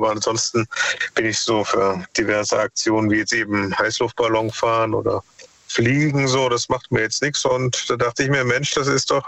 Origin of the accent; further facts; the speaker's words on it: Dresden, Saxony, Germany; now in Stuttgart, Germany; Stuttgart geboren, Dresden groß geworden und jetzt seit 10 bis 15 Jahren wieder hier im Ländle, ne?